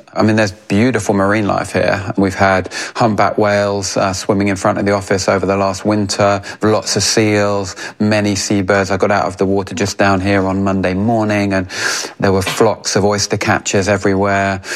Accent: London, United Kingdom; moved away as an adult; now in Cornwall, United Kingdom; I didn't grow up in Newquay. I've been coming to Cornwall since I was a small boy. But I'm a Londoner born and bred that now lives in Cornwall. I've lived here for the best part of 20 years.

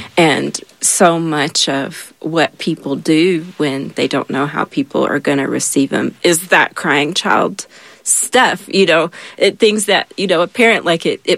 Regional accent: the South, United States; being a young teenager growing up in the South.

